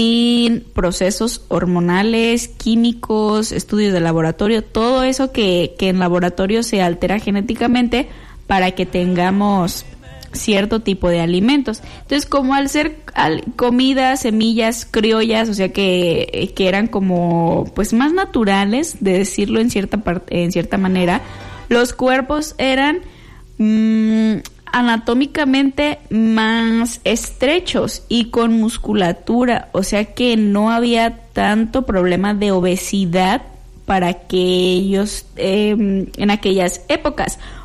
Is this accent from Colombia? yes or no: no; Mexico; ¿qué es lo que comemos como mexicanos? Comemos, porque yo también me incluyo